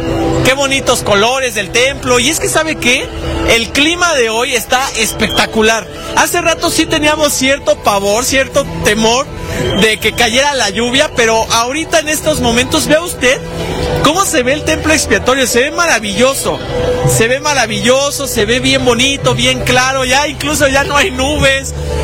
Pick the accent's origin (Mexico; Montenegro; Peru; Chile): Mexico; León, Guanajuato; Los leoneses sí consumimos cultura